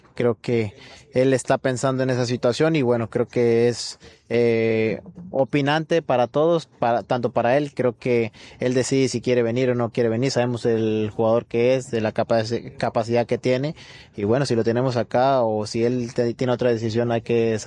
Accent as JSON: {"language": "Spanish", "country": "Mexico", "said": "realmente somos muy pocos mexicanos con ese gran nivel"}